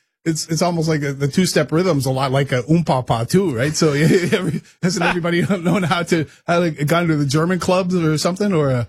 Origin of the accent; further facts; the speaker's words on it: Saskatchewan, Canada; I can two-step, man. I grew up in Saskatchewan.